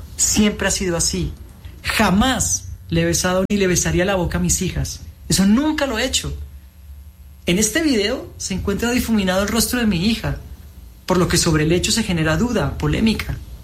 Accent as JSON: {"language": "Spanish", "country": "Colombia", "said": "soy actor colombiano."}